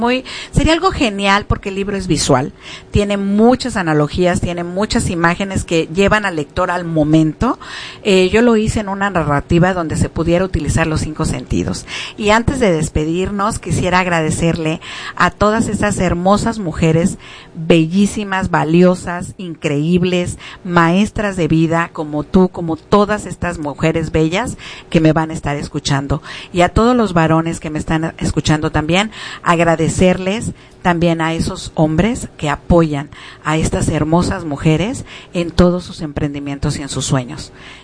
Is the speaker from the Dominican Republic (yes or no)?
no; Guadalajara, Jalisco, Mexico; now in Seattle, United States; regresar a mi tierra